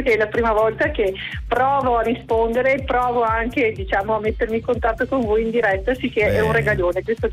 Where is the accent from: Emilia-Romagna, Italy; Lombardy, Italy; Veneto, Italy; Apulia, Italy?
Veneto, Italy; accent: Venetian dialect; now in Vicenza, Italy; si parlava in dialetto, no? Il nostro dialetto veneto.